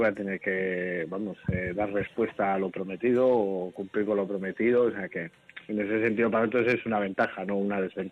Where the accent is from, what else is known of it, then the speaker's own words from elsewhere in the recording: Iturrama, Navarre, Spain; de 8 miembros de hoy en día del grupo, es que 6 me parece que somos de Iturrama, del mismo instituto